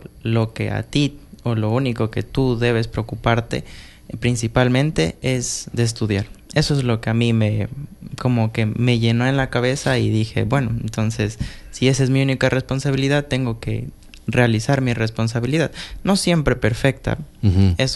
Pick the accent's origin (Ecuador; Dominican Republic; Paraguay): Ecuador; sentirme orgulloso también por lo que soy, por ser ecuatoriano